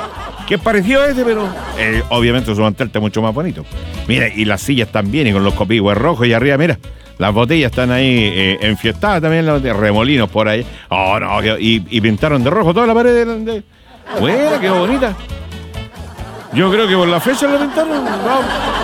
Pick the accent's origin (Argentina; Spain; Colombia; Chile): Chile; si usted sabe cómo somos los chilenos.